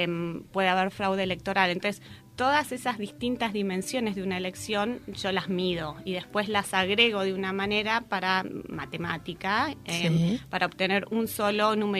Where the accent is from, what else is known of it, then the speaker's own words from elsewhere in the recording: Bariloche, Río Negro, Argentina; moved away as an adult; also born or lived in Boston / Buenos Aires; now in North Carolina, United States; Yo soy de Bariloche, viví ahí hasta los 18 años, después me fui unos 9 meses a vivir a Boston con amigos antes de empezar la facu.